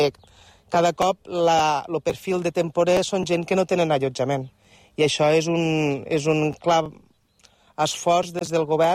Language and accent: Catalan; Artesa de Lleida, Catalonia, Spain; Jo soc d'Artes de Lleida